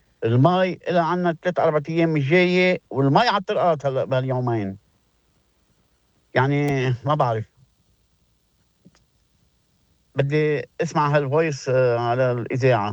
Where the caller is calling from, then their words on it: Dekwaneh, Mount Lebanon, Lebanon; قاعد بالدكوينة بشارة الزعتر جنب يعني قريب ل روليز ماركت.